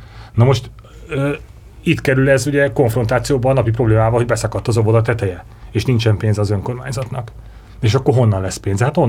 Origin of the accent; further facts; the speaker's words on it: Hungary; Ugye magyarok is vagyunk, kurucosak is vagyunk